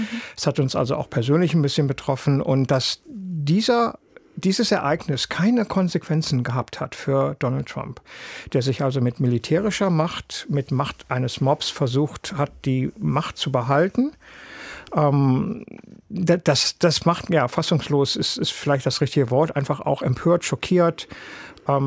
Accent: Germany; moved away as an adult; also born or lived in New York, United States; now in Hamburg, Germany; wir als Deutsche

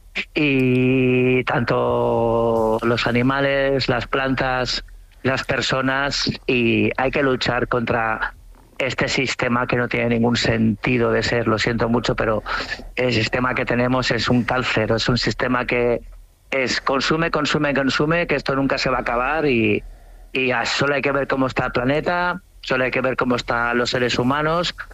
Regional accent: Cambrils, Catalonia, Spain; cuando llego a casa, a mi pueblo, a Cambrils, cuando llevo un 12 días, empecé a encontrarme mal. Tengo la suerte de que la verdad tengo amigos de toda la vida en mi pueblo

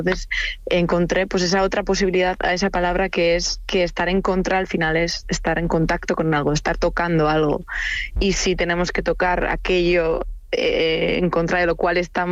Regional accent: Hondarribia, Basque Country, Spain; moved away; lo escribí cuando vivía todavía en mi ciudad natal, en Hondarribia. Bueno, es una pequeña ciudad costera, muy bonita, demasiado bonita para su propio bien.

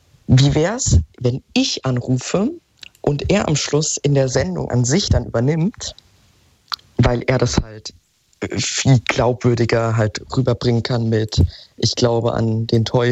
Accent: Germany; als Deutscher

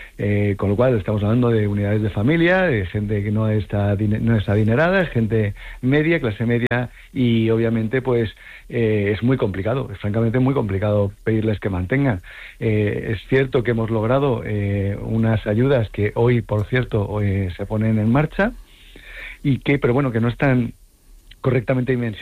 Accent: Madrid, Community of Madrid, Spain; moved away as an adult; now in Ceuta, Spain; yo soy madrileño, yo conocí Ceuta en el año 2001 y me quedé profundamente enamorado.

